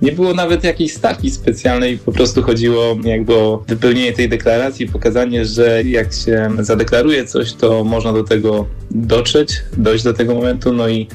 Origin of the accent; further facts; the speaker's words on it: Jelenia Góra Valley, Lower Silesian Voivodeship, Poland; pochodzę z Kotliny Jeleniogórskiej, wiele czasu spędziłem po prostu w takim środowisku górskim